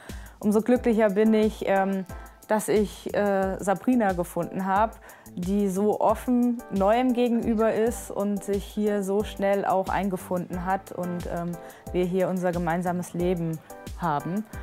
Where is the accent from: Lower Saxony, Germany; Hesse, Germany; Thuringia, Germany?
Hesse, Germany; Altenburschla; Ja, ich bin hier in Altenburschler aufgewachsen und ziemlich ja, so mit meiner Heimat verbunden.